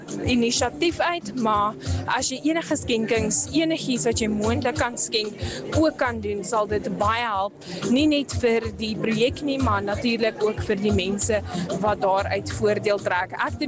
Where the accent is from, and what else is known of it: Namibia